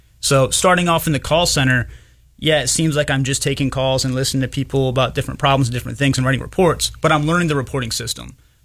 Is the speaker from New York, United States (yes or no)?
yes; Rushford, New York, United States; moved away as an adult; also born or lived in Schofield Barracks, Hawaii; So I grew up in Rushford, New York, went to high school and Fillmore Central School down in Allegheny County.